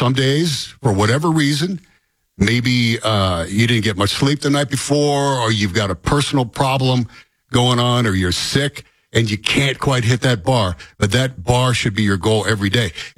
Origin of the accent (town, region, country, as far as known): Rust Belt, United States; born or raised there